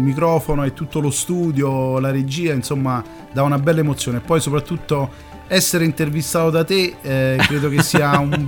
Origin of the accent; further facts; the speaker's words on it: Campania, Italy; moved away as an adult; also born or lived in New York, United States; now in Rome, Italy; sono cresciuto sostanzialmente in Campania e da 18 anni adesso vivo a Roma.